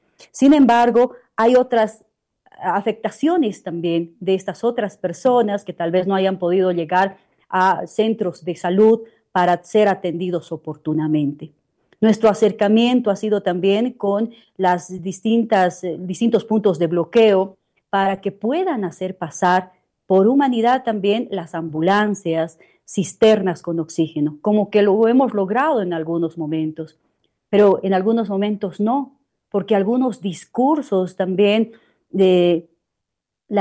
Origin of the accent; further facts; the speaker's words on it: Bolivia; todos somos bolivianos